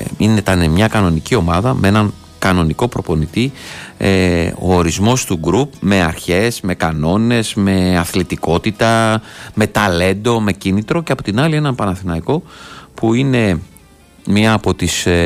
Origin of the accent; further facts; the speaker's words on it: Amarynthos, Central Greece, Greece; στο χωριό μου στην Αμάρινθο